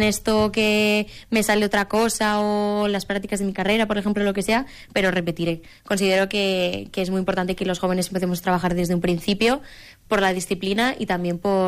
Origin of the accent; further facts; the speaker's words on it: Cella, Aragon, Spain; moved away as an adult; now in Valencia, Spain; Soy de Cella, he vivido toda la vida, pero estudio fuera